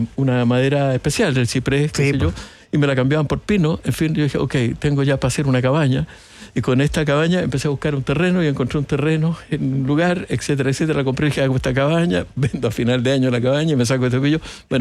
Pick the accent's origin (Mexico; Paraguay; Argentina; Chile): Chile; Valparaíso; Yo soy porteño, nací en Valparaíso, siempre amé al mar y dije, bueno, siempre voy a buscar volver al mar, etc.